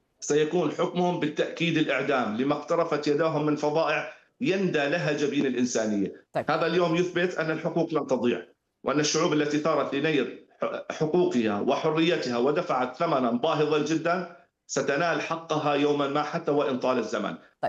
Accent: Syria; هناك سلسلة طويلة جدا، نتمنى كسوريين أن ينالوا جميعا قصاصهم العادل

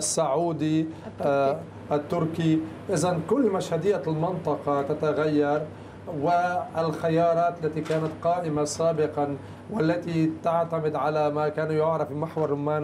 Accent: Lebanon; نحن اختبرناه كلبنانيين

